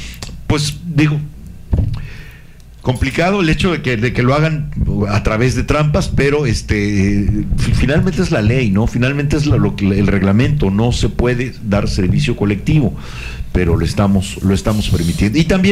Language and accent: Spanish; Tabasco, Mexico; esa buena onda que somos los tabasqueños